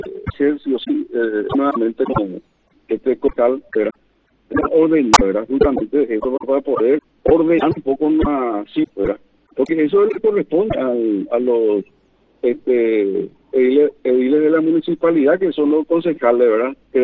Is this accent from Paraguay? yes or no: yes; Paraguay